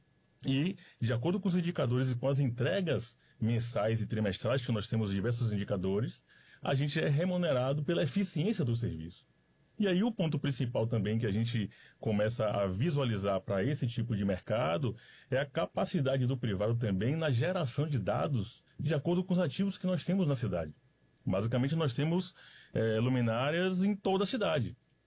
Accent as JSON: {"language": "Portuguese", "town": "Salvador", "region": "Bahia", "country": "Brazil", "moved": "as an adult", "lives_now": "Porto Alegre, Brazil", "said": "eu sou de Salvador, sou baiano, estou aqui há 4 anos."}